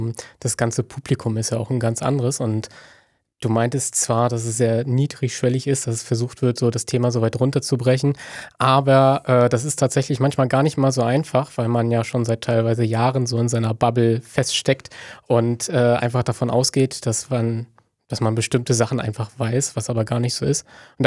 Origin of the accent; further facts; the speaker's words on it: Stralsund, Mecklenburg-Vorpommern, Germany; moved away as an adult; now in Rostock, Germany; ich komme ursprünglich aus Stralsund und ich habe in Rostock Landwirtschaft studiert